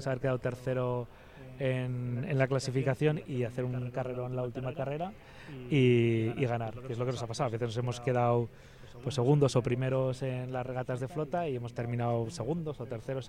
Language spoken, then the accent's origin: Spanish; Aragon, Spain; moved away; aunque no soy de aquí, soy maño, pero ya llevo más años aquí que en mi tierra